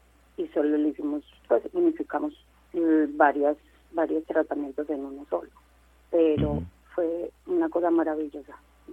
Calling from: Medellín, Antioquia, Colombia; Yo vivo en Medellín

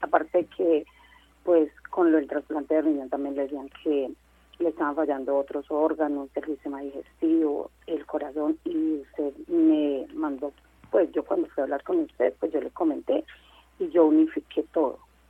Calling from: Medellín, Antioquia, Colombia; Yo vivo en Medellín

